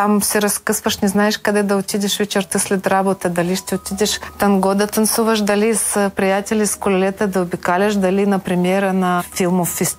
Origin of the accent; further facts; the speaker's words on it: Poltava, Poltava Oblast, Ukraine; Bulgarian is a second language; moved away as an adult; now in Hisarya, Bulgaria; Преди 14 години пристигнах с влак. В принцип съм от град Полтава, който е голям като Пловдив.